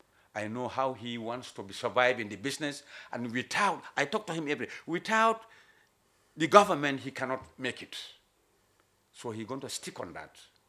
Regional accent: North Bank, Gambia; I am from Badibu.

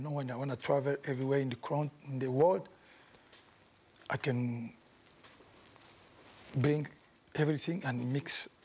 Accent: Kinshasa, DR Congo; born or raised there; English is a second language; moved away as an adult; also born or lived in Paris

